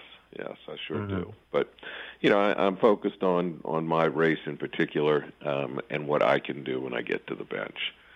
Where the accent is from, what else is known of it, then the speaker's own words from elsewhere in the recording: Jefferson Parish, Louisiana, United States; I am born and raised in Jefferson Parish. I've raised my children here. My mom and dad are in their 80s. They're still here, as are my brothers and their families and my nephews and nieces.